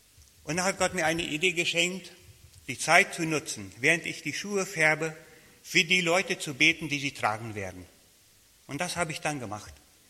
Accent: Germany; moved away as an adult; und ja, wir kommen aus Deutschland, wie schon gesagt

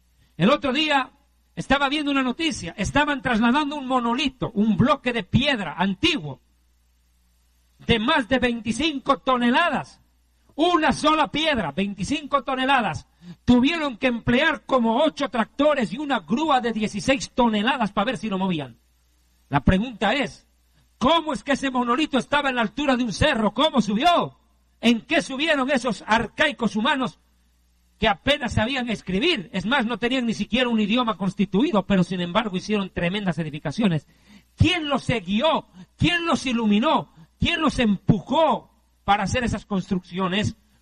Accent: Bolivia; now in Mexico; ¿Quién puede entender lo que en mi país, Bolivia, tenemos?

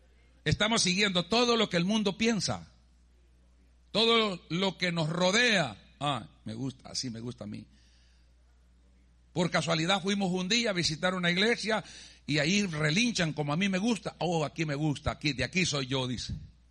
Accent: El Salvador; moved away; Los que venimos del Salvador y son de mi generación para atrás

